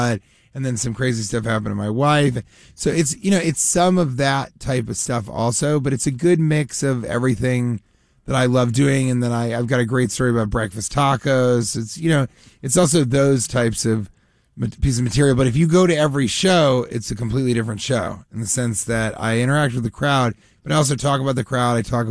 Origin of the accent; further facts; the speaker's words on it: Denver, Colorado, United States; Denver, where I'm from